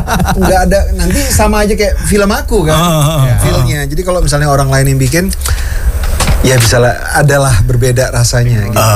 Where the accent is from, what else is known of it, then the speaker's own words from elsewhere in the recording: Medan, North Sumatra, Indonesia; by the way gue dari Medan ya. Jadi yeah, setiap kali gue pulang zaman kuliah, pulang ke Medan, semakin deket ke rumah gue tuh semakin sedih